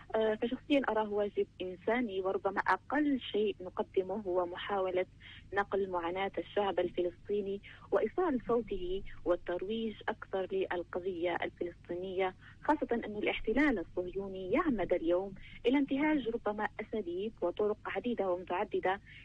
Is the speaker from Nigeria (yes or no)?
no; Algeria; أنا كإعلامية جزائرية